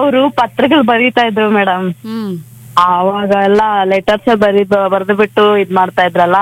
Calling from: Karnataka, India; Singanahalli Madhugiri taluk, Kodaganahalli

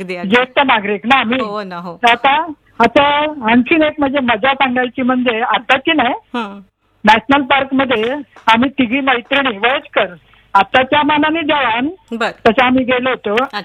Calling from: Borivali, Maharashtra, India; मी बोरोलीहून

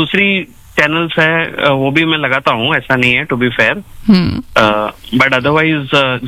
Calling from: Mumbai, Maharashtra, India; मैं मुंबई से हूँ।

